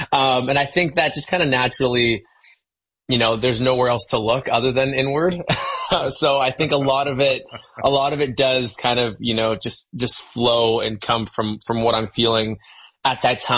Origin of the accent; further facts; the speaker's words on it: London, Ontario, Canada; my hometown, which is London, Ontario.